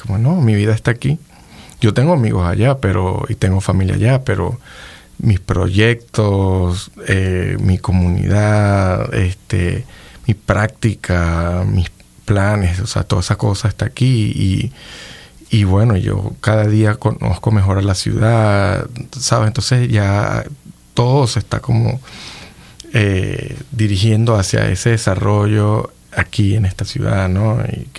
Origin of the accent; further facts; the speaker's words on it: Venezuela; no es que yo esté loco, no, es que yo soy muy venezolano.